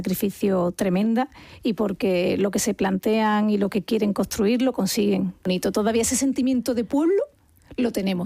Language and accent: Spanish; Andalusia, Spain; Yo estoy loca por Andalucía porque es mi tierra.